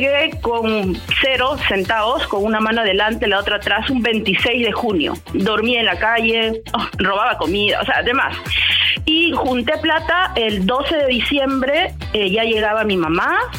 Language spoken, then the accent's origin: Spanish; Peru; Sí, soy peruana, doctor.